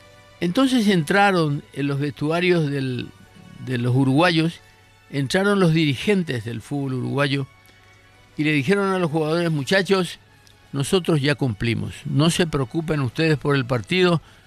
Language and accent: Spanish; Paraguay